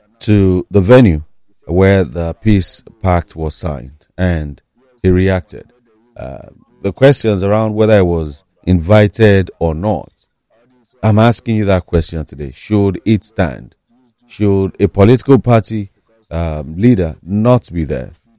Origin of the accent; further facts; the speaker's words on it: Nigeria; are we simply being Nigerian, or is there truth to it?